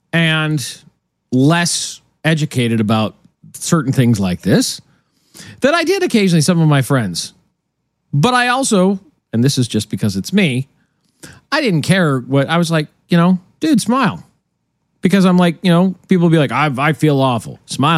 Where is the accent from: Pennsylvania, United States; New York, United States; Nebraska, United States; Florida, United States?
Nebraska, United States; I'm from Nebraska, as pretty much everybody knows.